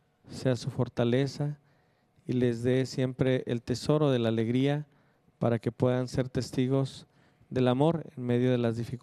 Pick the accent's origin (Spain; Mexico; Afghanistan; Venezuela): Mexico; Chihuahua; como lo es el caso de la diócesis de Tarahumara, de Chihuahua, de donde vengo